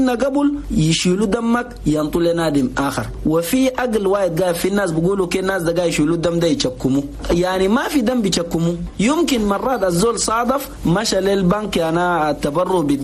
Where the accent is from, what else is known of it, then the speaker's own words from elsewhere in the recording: Chad; في بلدنا تشاد